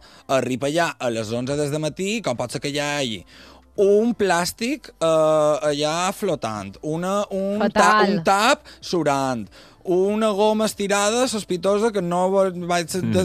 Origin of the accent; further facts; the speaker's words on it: Balearic Islands, Spain; no a mi com a mallorquí no me passarà